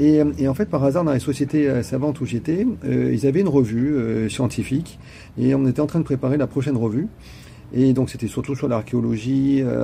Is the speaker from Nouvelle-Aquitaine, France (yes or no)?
no; Auvergne-Rhône-Alpes, France; Alors, comme je suis originaire d'Ardèche, donc j'y allais très souvent, je passais toutes mes vacances, tous les week-ends là-bas.